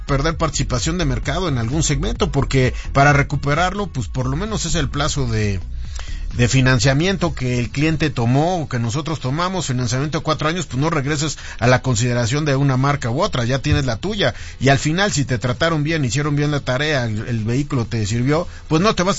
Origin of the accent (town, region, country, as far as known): Mexico